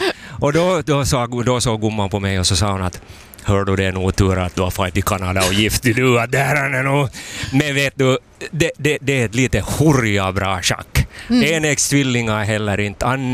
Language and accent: Swedish; Hanko, Uusimaa, Finland; accent: Hanko dialect; moved away; Min dialekt. Eller ska vi säga hangedialekten.